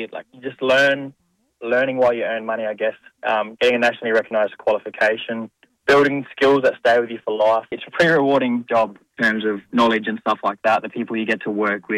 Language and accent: English; Darwin, Northern Territory, Australia; I was born in Darwin, lived here pretty much all my life. I went to school at Palmerston Senior College.